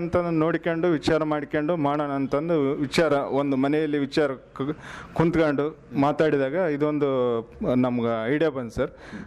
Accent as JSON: {"language": "Kannada", "town": "Chimlapur", "region": "Karnataka", "country": "India", "tie": "born or raised there", "moved": "as an adult", "lives_now": "Manvi, India", "said": "ನಮ್ಮ ಸ್ವಂತ ಊರು Chimlapura, ಗೋಂದಾಡಿ Chimlapura sir, Manvi taluk, Raichur district sir."}